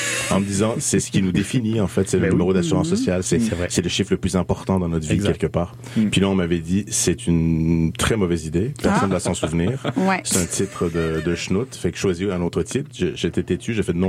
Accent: Iran; moved away; C'est-à-dire que moi qui pensais qu'on a quitté l'Iran comme tout le monde, c'est-à-dire dans les années 80. Nous, on est restés encore un peu plus longtemps

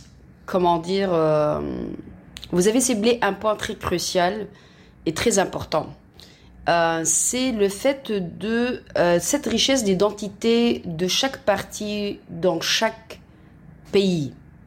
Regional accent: Tunisia; je suis tunisienne

